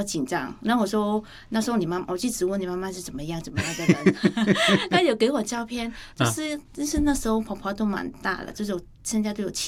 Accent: Vietnam; moved away as an adult; now in Taiwan; 我们越南人是比较喜欢吃辣和酸的食物

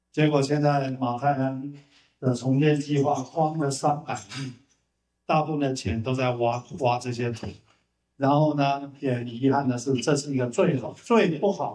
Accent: Taiwan; 我就是台湾的人

